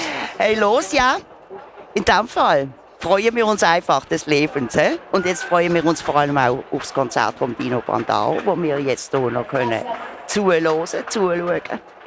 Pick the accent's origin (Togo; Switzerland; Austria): Switzerland; Basel, Basel-Stadt; für mich als Baslerin